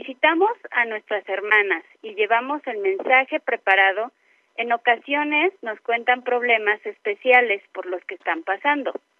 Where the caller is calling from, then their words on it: Pachuca, Hidalgo, Mexico; Vivo en la ciudad de Pachuca, México, Hidalgo. Soy de la estaca Pachuca Sur.